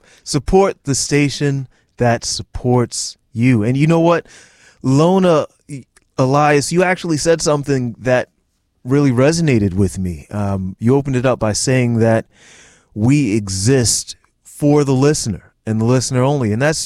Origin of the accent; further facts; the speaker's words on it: Augusta, Georgia, United States; now in Washington, D.C., United States; my hometown of Augusta, Georgia